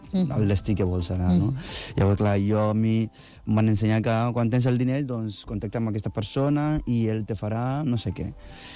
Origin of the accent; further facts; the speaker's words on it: Kumasi, Ashanti, Ghana; Catalan is a second language; moved away; Sí, jo soc d'un poble de Ghana que es diu Kumasi, i dintre d'aquest poble, doncs, el nostre dia a dia era, doncs, aixecar-se al matí, entre setmana, vas a l'escola...